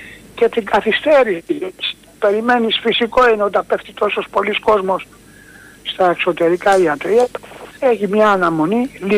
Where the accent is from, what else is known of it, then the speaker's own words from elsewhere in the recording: Corfu, Ionian Islands, Greece; Εγώ που είμαι από την Κέρκυρα